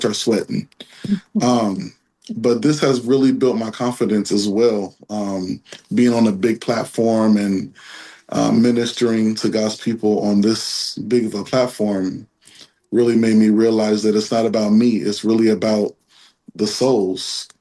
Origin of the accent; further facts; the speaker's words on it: Sacramento, California, United States; moved away as an adult; now in Hayward, United States; I relocated to the Bay Area. I'm originally from Sacramento.